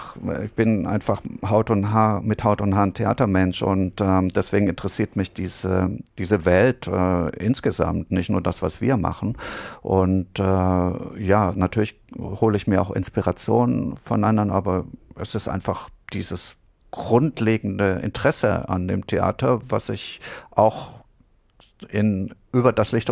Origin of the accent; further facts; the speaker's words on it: Southern Germany, Germany; now in Hamburg, Germany; Ich bin im Süden von Deutschland aufgewachsen